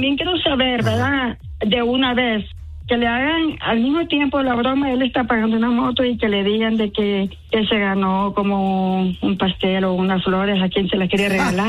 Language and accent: Spanish; Honduras; No, soy hondureña, pero soy mujer de un solo hombre